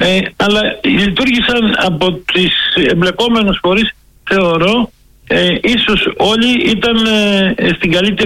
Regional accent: Athens, Attica, Greece; born there; Έχω γεννηθεί στην Αθήνα κατά λάθος.

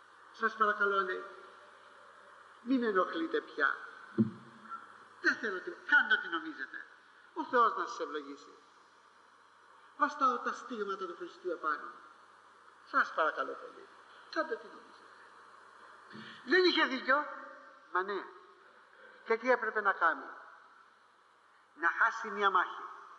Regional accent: Corfu, Ionian Islands, Greece; moved away; στην πατρίδα μου την Κέρκυρα

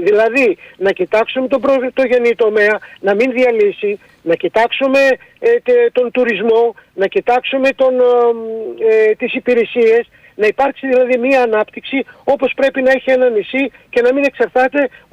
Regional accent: Greece; Εγώ είμαι ντόπιος. Εδώ είναι τα κόκαλα των προγόνων μας, εδώ ζούμε εμείς, τα παιδιά μας, εδώ θα αφήσουμε τα δικά μας κόκαλα.

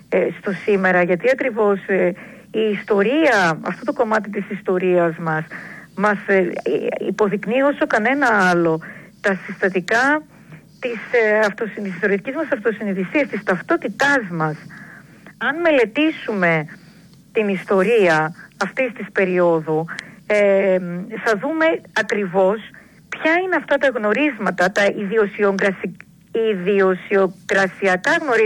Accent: Greece

